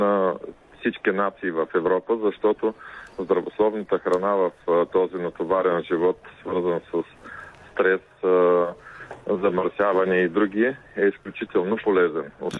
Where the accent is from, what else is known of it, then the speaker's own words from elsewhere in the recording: Troyan, Lovech Province, Bulgaria; защото моя роден град е град Троян.